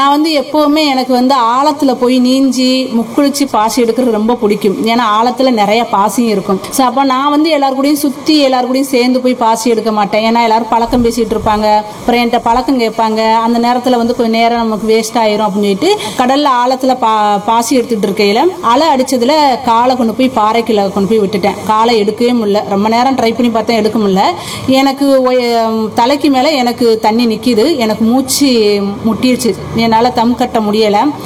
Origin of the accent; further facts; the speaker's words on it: Narikuzhi, Tamil Nadu, India; born there; நான் பிறந்த ஊர் வந்து நரிக்குழி அப்படின்னு ஒரு கிராமத்தில் தான் நான் பிறந்தேன்.